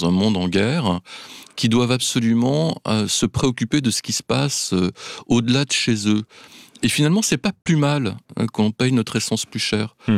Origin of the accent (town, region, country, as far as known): France